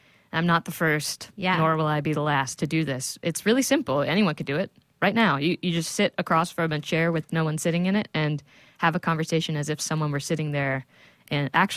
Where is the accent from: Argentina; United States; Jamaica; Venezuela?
United States; Kentucky; moved away as an adult; So I'm from Kentucky